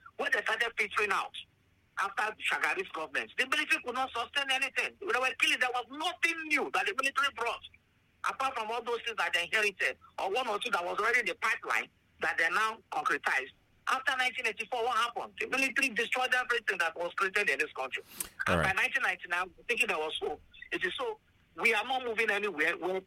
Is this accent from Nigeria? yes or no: yes; Bacita, Kwara, Nigeria; Yeah, I grew up in, I was born in Bashita in Kwara State.